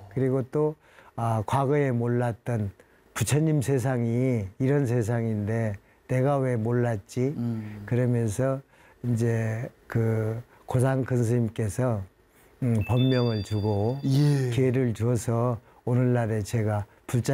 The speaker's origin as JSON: {"language": "Korean", "town": "Buyeo", "region": "South Chungcheong", "country": "South Korea", "tie": "born there", "said": "부여군 가왈이라는 동네에 그 서동요 세트장이 만들어져 있습니다. 근데 사실은 그 어떤 인연인지는 모르겠습니다만은 제가 거기서 태어났습니다."}